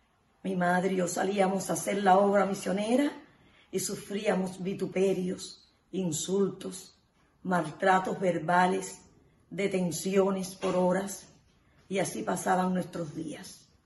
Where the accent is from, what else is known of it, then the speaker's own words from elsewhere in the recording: Cuba; Soy nacida en Cuba … Desde muy pequeña, ellos me enseñaron el amor a Dios y a su palabra.